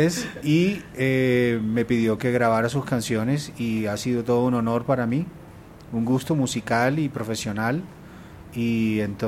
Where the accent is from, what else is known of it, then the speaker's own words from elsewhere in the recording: Barranquilla, Atlántico, Colombia; moved away as an adult; now in Bogotá, Colombia; tuve hijas acá, me casé con una bogotana y me fui a Barranquilla, regresé porque yo soy barranquillero y me fui a Barranquilla en el 2013.